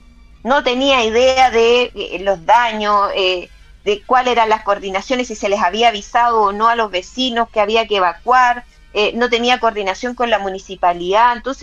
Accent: Chile; Nosotros como chilenos

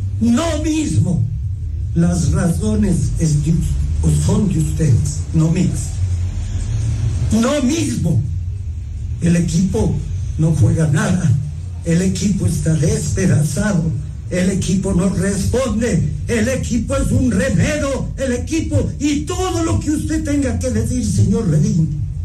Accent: Ambato, Tungurahua, Ecuador; porque soy de Ambato, vivo en Ambato y tengo la seguridad, voy a morir en Ambato, porque esta es mi tierra

